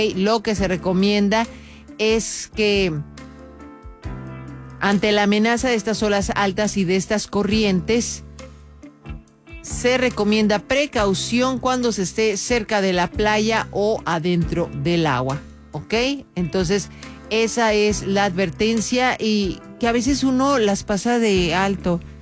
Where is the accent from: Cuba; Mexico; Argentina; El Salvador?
Mexico; Tijuana, Baja California; Yo nací y crecí en Tijuana